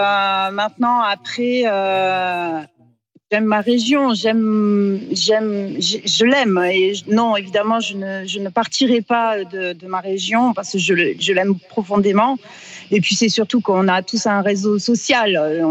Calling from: Brignoles, Provence-Alpes-Côte d'Azur, France; sur Brignoles, où j'habite le quartier derrière, ou du moins en face.

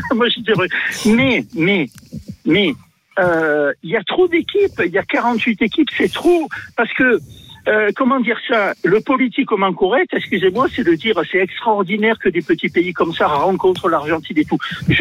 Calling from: France; je ne dis pas ça parce que je suis français

